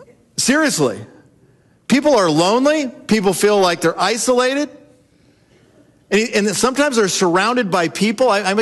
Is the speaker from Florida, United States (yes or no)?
no; California, United States; Jara and I grew up in Southern California.